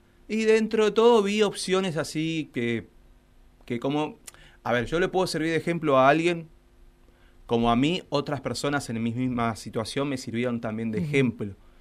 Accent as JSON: {"language": "Spanish", "country": "Argentina", "said": "estamos remando, como todo argentino en este momento"}